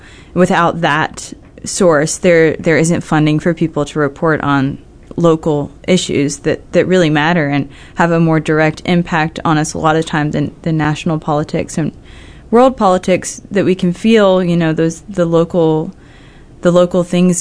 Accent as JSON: {"language": "English", "area": "Bath County", "region": "Kentucky", "country": "United States", "tie": "born or raised there", "said": "My family's from central and eastern Kentucky. I grew up in Bath County, Kentucky, which is near Moorhead."}